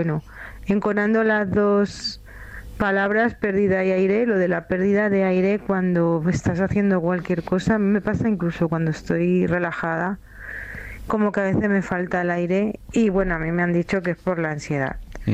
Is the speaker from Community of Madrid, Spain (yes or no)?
yes; Vallecas, Community of Madrid, Spain